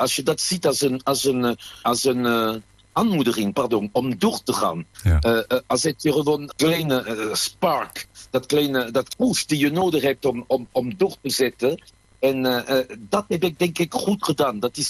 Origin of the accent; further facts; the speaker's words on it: France; Dutch is a second language; moved away as an adult; now in Netherlands; ik denk als Fransman, dat is absurd.